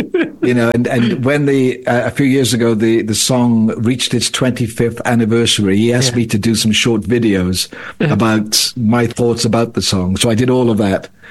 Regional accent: Llantrisant, Wales, United Kingdom; I grew up in South Wales in a little town called Llantrisant, which is just north of Cardiff.

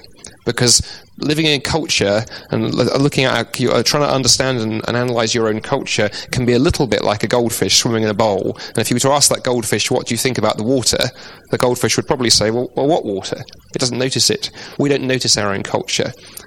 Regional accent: England, United Kingdom

